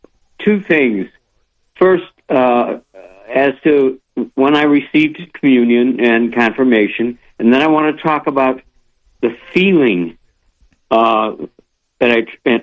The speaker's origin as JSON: {"language": "English", "town": "Chicago", "region": "Illinois", "country": "United States", "tie": "born or raised there"}